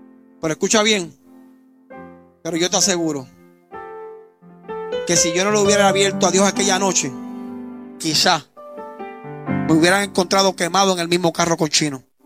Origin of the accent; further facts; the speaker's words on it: Puerto Rico; moved away; Un residencial en Puerto Rico son lugares donde hay más incidencia criminal. Lugares donde, de donde yo vengo